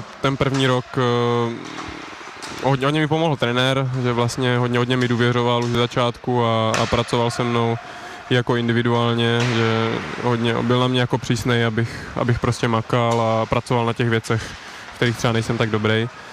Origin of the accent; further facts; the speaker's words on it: Uničov, Olomouc Region, Czechia; also born or lived in Zlín; já jsem se narodil ve Zlíně, ale rodiče jsou z Uničova, jsem se tam jenom narodil a hned potom jsem vlastně přejel do Uničova, ale vlastně v Uničově jsem vyrůstal